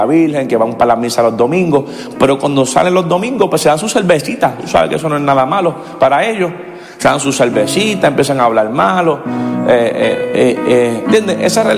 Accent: Carolina, Puerto Rico; now in United States; Yo me crié en Carolina, donde la gente de pues, reggaetón era lo más que se escuchaba.

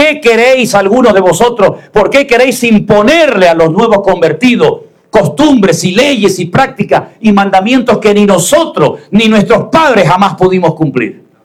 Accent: Canary Islands, Spain; soy canario y vivo rodeado de agua

